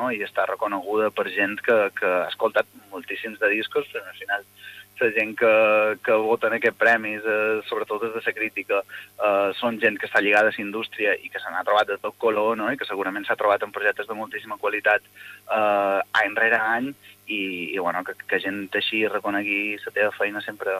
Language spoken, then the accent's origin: Catalan; Santa Maria del Camí, Balearic Islands, Spain; Santa Maria del Camí, en el meu poble